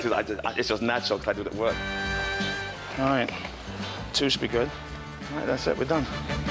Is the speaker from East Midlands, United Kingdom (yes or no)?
yes; Nottingham, East Midlands, United Kingdom; moved away as an adult; now in Florida, United States; I'm from Nottingham. I came to the US when I was 18 years old.